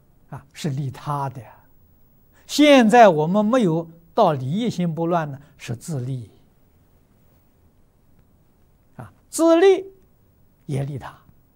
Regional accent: China; 我们中国人常讲四方。

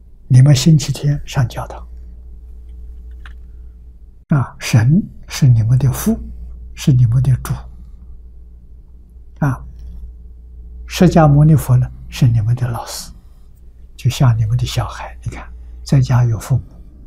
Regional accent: China; moved away; also born or lived in California, United States; 我们中国人

